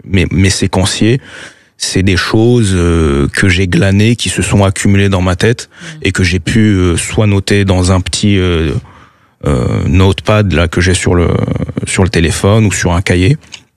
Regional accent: France; En tant que Français, issu d'immigration

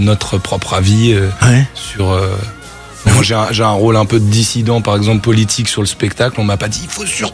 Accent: Paris, Île-de-France, France; je suis parisien. Ma famille vient du sud aussi, parce qu'on vient de cette bande Aveyron, Lozère, Ardèche

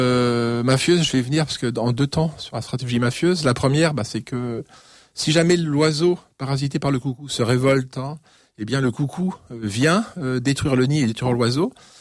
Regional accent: Paris, Île-de-France, France; Moi, je suis parisien. Alors, je suis trop jeune, certes. Mais mes parents sont parisiens. Petit bourgeois, mais quand même néanmoins parisien.

